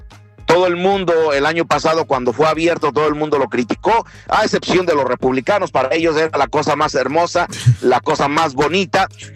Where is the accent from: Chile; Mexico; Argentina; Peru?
Mexico; nosotros como mexicanos queremos que todo salga de maravilla